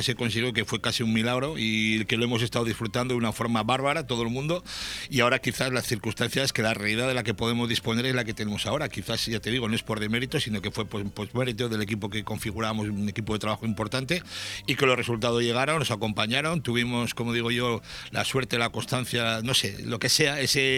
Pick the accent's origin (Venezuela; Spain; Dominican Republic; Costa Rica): Spain; Tafalla, Navarre; No sé, de mi pueblo no es, que yo soy de Tafalla, muy orgulloso.